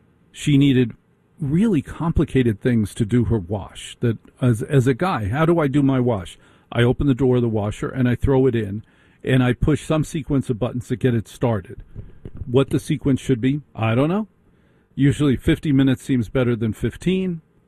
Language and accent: English; United States; You and I as Americans like to buy options.